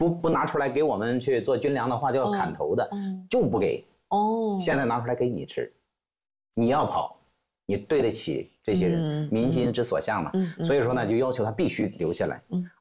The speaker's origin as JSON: {"language": "Chinese", "town": "Hengshui", "region": "Hebei", "country": "China", "tie": "born or raised there", "said": "我老家就是蓟州"}